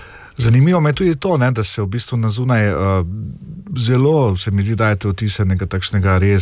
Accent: Styria, Slovenia; kot rečemo Štajerci, tu ni zajmancije, ne.

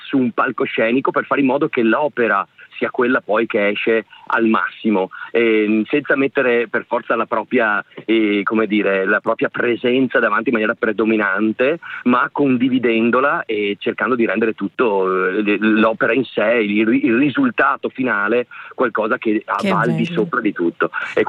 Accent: Vicenza, Veneto, Italy; io sono vicentino di origine, sì.

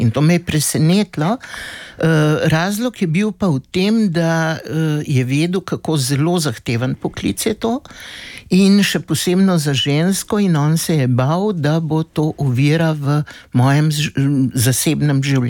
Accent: Koper, Coastal–Karst, Slovenia; Koper je seveda moje rojstno mesto. Rodila sem se v porodnišnici, živeli smo pa v tisti znani hiši

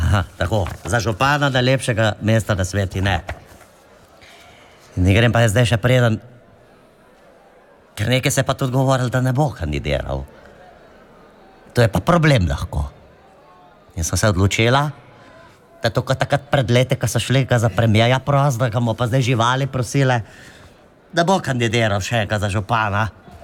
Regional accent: Ljubljana, Central Slovenia, Slovenia; born there; In jaz sem se rodila v Ljubljanci.

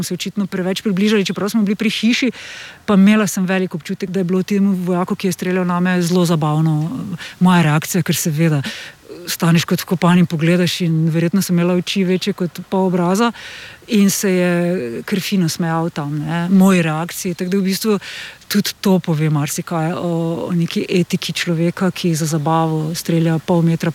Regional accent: Maribor, Drava, Slovenia; sem iz Maribora

